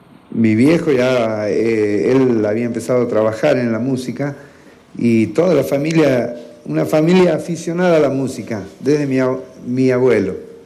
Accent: Santiago del Estero, Argentina; born there; also born or lived in Villa Caraza, Buenos Aires / San Francisco Solano / Morón; now in Moreno, Argentina; ahora vivo en Moreno, para el oeste del Gran Buenos Aires. Entonces, cuando era chico, por ejemplo, cuando estaba en Santiago, había épocas donde mis viejos iban a trabajar a Buenos Aires y yo me quedaba en Santiago con mis abuelos.

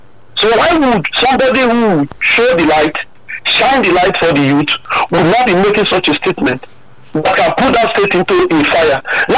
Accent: Edo, Nigeria; I was born and brought up in Edo State. I know what Edo State is like.

